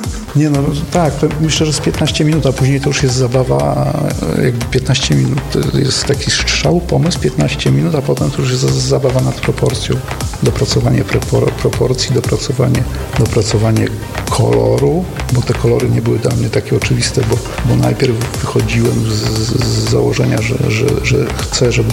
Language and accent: Polish; Zamość, Lublin Voivodeship, Poland; Jestem z Zamościa. To jest, mimo że mieszkam poza Zamościem większość życia, ale to jest miasto moje, w którym się urodziłem, jestem związany